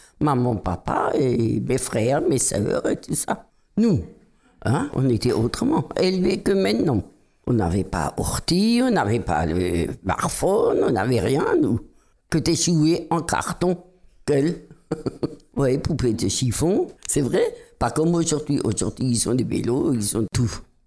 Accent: Saint-Jean-de-Côle, Nouvelle-Aquitaine, France; Je suis née à Tourtonne, Saint-Jean-de-Col.

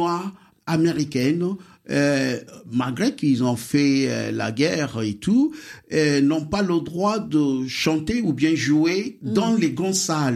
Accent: Nigeria; now in France; On vient de Nigeria, la France nous a tirés.

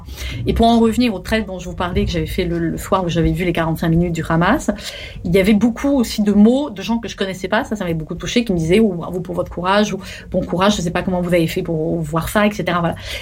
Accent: France; Nous, pour le Bataclan, j'ai envie de dire parce qu'on est français, évidemment qu'on a souffert

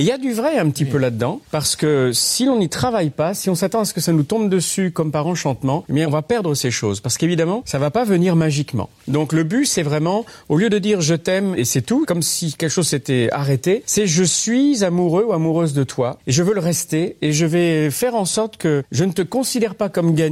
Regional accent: France

